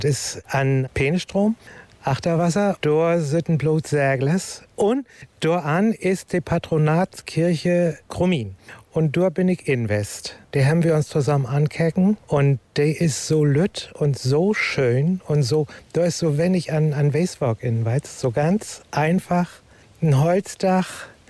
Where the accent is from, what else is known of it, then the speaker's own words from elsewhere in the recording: Baumgarten, Germany; Ja, bei uns in Dörp, also da, wo ich herkam, in Baumgarten, da haben wir so auch so ein Feldstein- und Fachwerkkark.